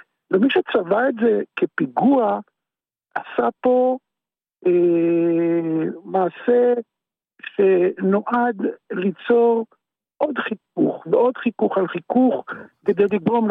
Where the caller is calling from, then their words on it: Central District, Israel; אני מאזור שרון.